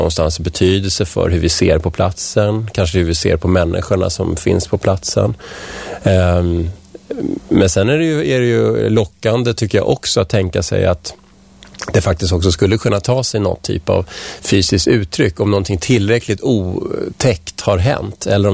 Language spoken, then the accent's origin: Swedish; Vällingby, Stockholm County, Sweden; also born or lived in Strängnäs; Jag kommer ju inte härifrån. Jag kom från Vällingby från början, och sen har jag bott i stan och jag har bott i Strängnäs då.